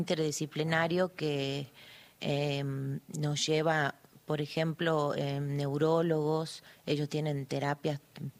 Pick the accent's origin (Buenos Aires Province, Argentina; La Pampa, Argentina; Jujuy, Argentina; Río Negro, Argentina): Jujuy, Argentina; Palpalá; Nosotros somos de Palpalá. Nosotros en Palpalá, que yo esté al tanto, son tres niños.